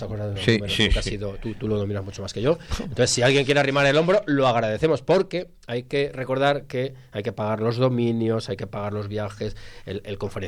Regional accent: Cuenca, Castilla-La Mancha, Spain; Yo no puedo entender que un tío de Cuenca, yo soy de Cuenca, considere que es inferior que un tío de Sabadell.

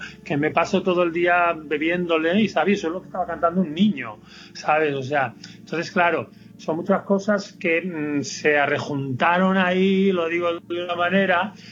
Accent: León, Castile and León, Spain; moved away as an adult; also born or lived in Bembibre, El Bierzo / Madrid / Bilbao / Barcelona; now in Berlin, Germany; Yo nací en El Bierzo, en Bembibre, pero de pequeño nos fuimos a vivir a León, y mi andadura musical empieza en León, en las orquestas.

